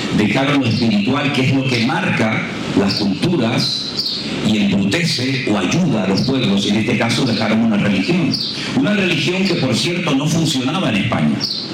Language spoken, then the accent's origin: Spanish; Caracas, Capital District, Venezuela; born there; yo nací en Caracas, por lo tanto tengo la misma autoridad tuya como latino